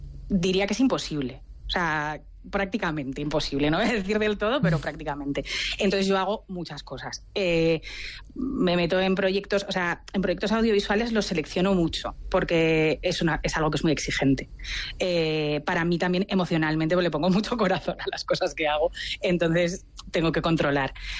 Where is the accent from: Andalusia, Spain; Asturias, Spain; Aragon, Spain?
Aragon, Spain; Zaragoza; moved away as an adult; now in Madrid, Spain; Soy la única de Zaragoza, no oigo mi acento desde hace 3 meses.